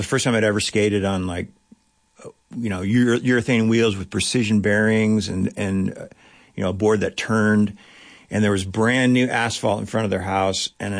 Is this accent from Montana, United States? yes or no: yes; Big Sandy, Montana, United States; moved away; my hometown in Big Sandy?